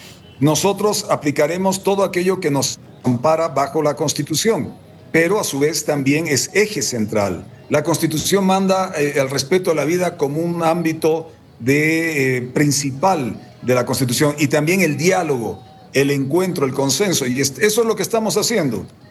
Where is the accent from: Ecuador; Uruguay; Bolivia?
Bolivia